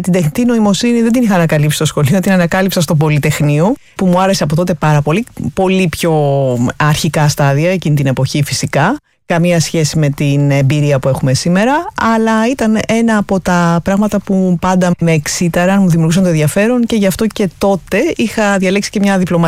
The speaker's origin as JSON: {"language": "Greek", "town": "Athens", "region": "Attica", "country": "Greece", "tie": "born there", "said": "Γεννήθηκα στην Αθήνα."}